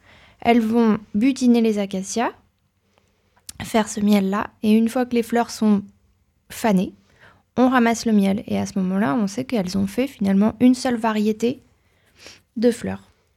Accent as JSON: {"language": "French", "region": "Auvergne-Rhône-Alpes", "country": "France", "said": "Pour le châtaignier, c'est chez nous"}